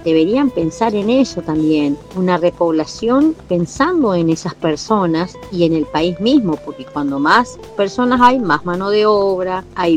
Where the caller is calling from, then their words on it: Sáenz Peña, Chaco, Argentina; de San Peña, provincia del Chaco